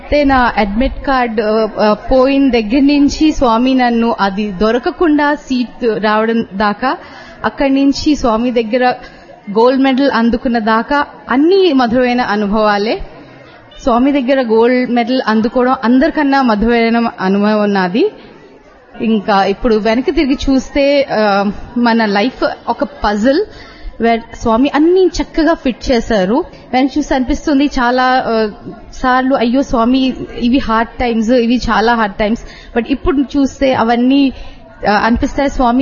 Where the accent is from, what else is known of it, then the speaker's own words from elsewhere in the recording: Bangalore, Karnataka, India; నేను బెంగళూరు నుంచి వచ్చాను. నేను 1996 నుంచి 1999 దాకా అనంతపూర్లో బీఎస్సీ జువాలజీ ఆనర్స్ చదివాను.